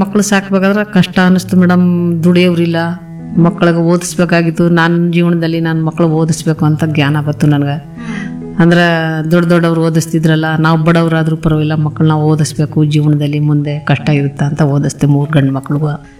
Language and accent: Kannada; Siddapura, Karnataka, India; Siddapura ಪುಟ್ಟಿವೈ.